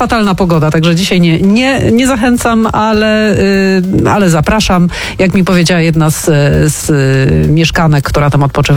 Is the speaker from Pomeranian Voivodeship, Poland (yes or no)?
no; Katowice, Silesian Voivodeship, Poland; Ja jestem lokalsem, jestem katowiczanką, mieszkam tu od zawsze.